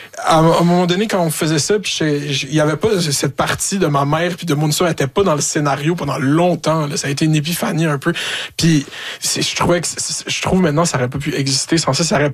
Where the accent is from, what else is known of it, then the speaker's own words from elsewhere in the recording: Quebec, Canada; on est Québécois, on fait des affaires pour les Québécois